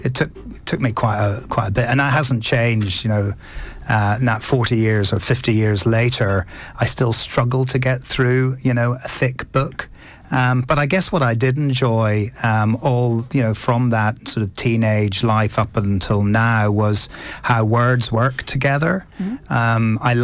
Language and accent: English; Ireland; I think I'm from Ireland